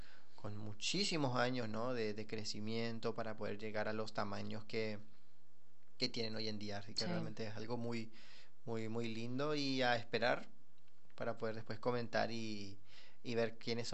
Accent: Coronel Oviedo, Caaguazú, Paraguay; yo, que soy de Coronel Oviedo

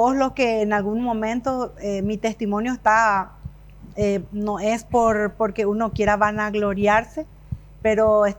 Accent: Asunción, Paraguay; Somos asuncenos.

